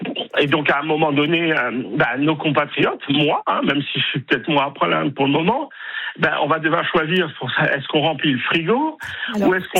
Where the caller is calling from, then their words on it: Grand Est, France; Je suis alsacien